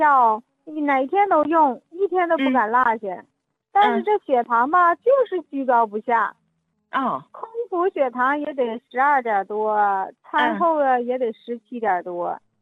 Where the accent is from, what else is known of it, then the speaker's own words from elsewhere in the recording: Shenyang, Liaoning, China; 哎呀，我是老朋友，